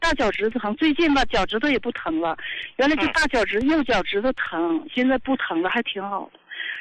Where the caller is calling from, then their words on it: Qiqihar, Heilongjiang, China; 我是黑龙江的，那啥，齐齐哈尔的，71岁了